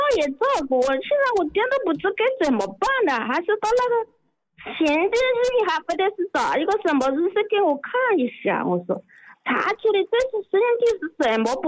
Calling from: Shaoxing, Zhejiang, China; 我是绍兴人。

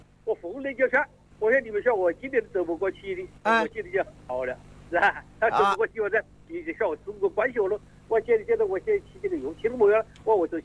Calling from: Hanchuan, Hubei, China; 我的居在这个汉泉市庙头镇新路石村。

